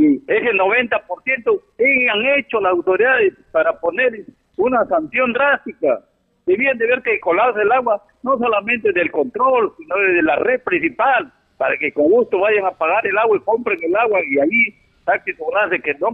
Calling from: Piura, Peru; saludar a mi pueblo de Campo Grande.

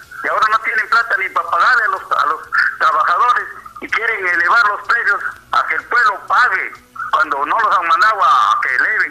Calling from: Tambogrande, Piura, Peru; nuestro pueblo de Tambo Grande. Y alerta a mi pueblo de Tambo

